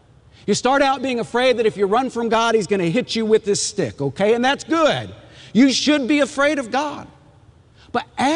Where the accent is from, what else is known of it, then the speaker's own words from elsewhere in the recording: Texas, United States; Well, I grew up in West Texas